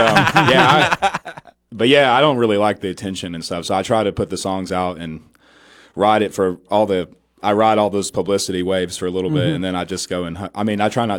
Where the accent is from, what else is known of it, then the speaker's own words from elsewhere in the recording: Virginia, United States; I grew up in Dinwiddie County and then a lot of my family's from Washington County. So I kind of went back and forth some between the two.